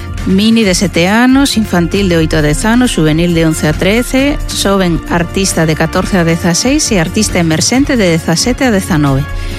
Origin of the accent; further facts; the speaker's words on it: Galicia, Spain; a maioría somos galegos